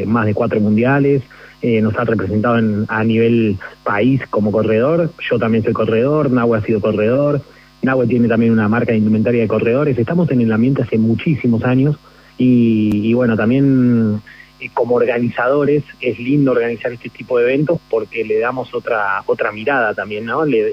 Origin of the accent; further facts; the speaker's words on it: Dina Huapi, Río Negro, Argentina; Nosotros somos todos de Dinahuapi